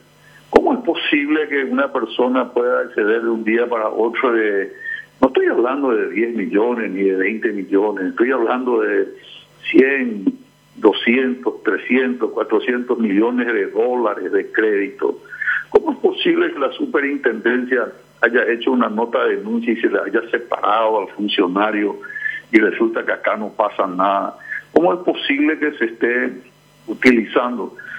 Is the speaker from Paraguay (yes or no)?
yes; Paraguay; a mí como paraguayo